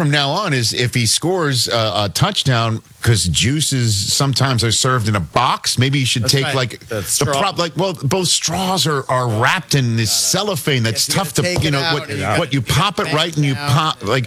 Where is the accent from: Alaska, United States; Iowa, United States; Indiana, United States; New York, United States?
New York, United States; Staten Island; growing up in Staten Island